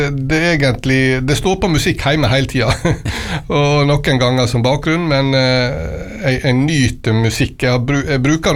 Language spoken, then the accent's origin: Norwegian; Langevåg, Møre og Romsdal, Norway; now in Emblem, Norway; Ja, født og oppvokst i Langevåg. Det er noe lenge siden jeg bodde der. Nå bor jeg da, som du sa, på Emblem.